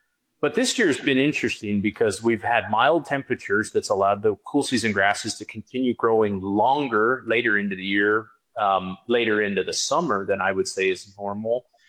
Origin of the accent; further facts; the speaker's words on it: New Mexico, United States; I'm from New Mexico, so I'll always refer back to it.